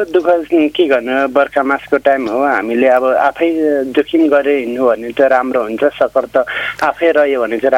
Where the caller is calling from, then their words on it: Ilam, Koshi Province, Nepal; अहिले इलामबाट बोलिरहेको छु।